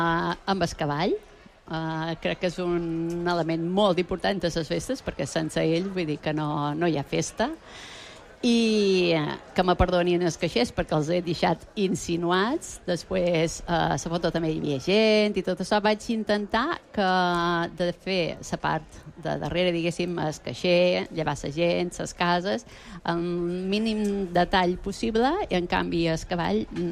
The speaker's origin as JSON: {"language": "Catalan", "area": "Es Migjorn Gran", "region": "Balearic Islands", "country": "Spain", "said": "som dels Mitjors"}